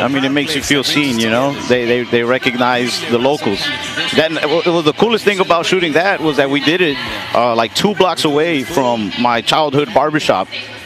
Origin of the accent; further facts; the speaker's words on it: Texas, United States; My next show here in my hometown is on October 3rd at the Texas Trust Theater